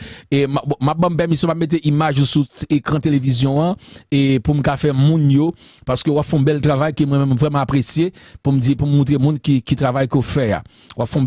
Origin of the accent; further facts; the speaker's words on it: Haiti; ça, on est haïtien, même pop haïtien, comme des Chili. Pendant que je suis Chili